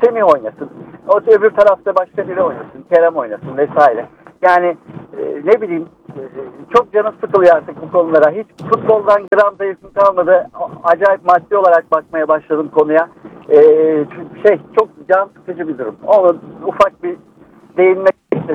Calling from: Bursa, Turkey; Bursa'dan arıyorum.

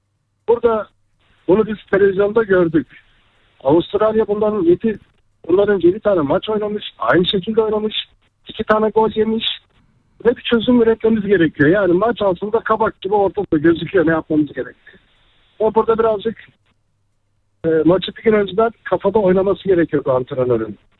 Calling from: Istanbul, Turkey; İstanbul'dan arıyorum.

